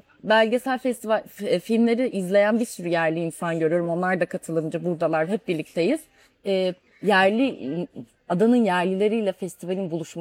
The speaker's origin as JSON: {"language": "Turkish", "region": "Trabzon", "country": "Turkey", "said": "ben Trabzonluyum, ailem fındık üreticisi."}